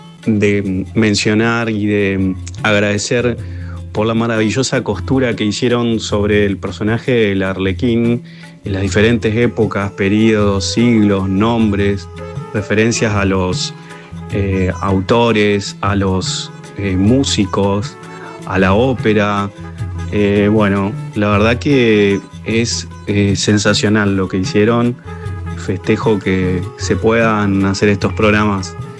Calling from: Corrientes, Argentina; soy de Corrientes

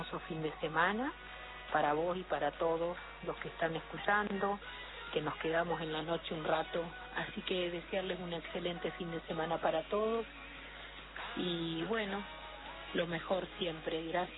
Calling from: Zapala, Neuquén, Argentina; Acá estoy … de Zapala, Neuquén. Estoy escuchando la música hermosa mientras llueve afuera.

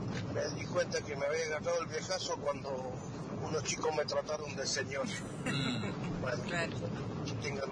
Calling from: Mendoza, Argentina; Bueno, yo estoy trabajando acá en San Rafael esta semana, soy de Mendoza.

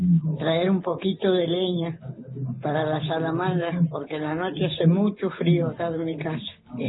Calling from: Pedro Vargas, Mendoza, Argentina; Yo vivo en Pedro Vargas … soy una abuela

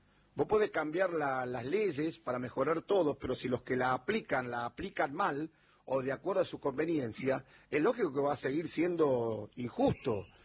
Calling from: Munro, Buenos Aires Province, Argentina; Buenas noches, amigos de Radio Nacional … de Munro.

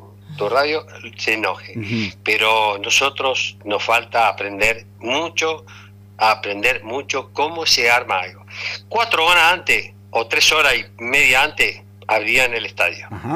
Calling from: El Calafate, Santa Cruz, Argentina; ¿usted es argentino? Le digo, sí, vine de Argentina.

